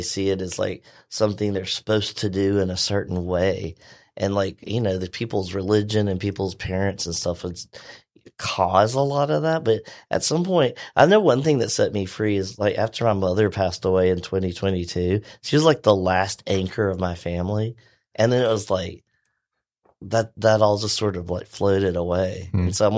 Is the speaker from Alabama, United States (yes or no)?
yes; Mobile, Alabama, United States; also born or lived in Theodore, Alabama; So anyway, we're all from Mobile. Mm-hmm.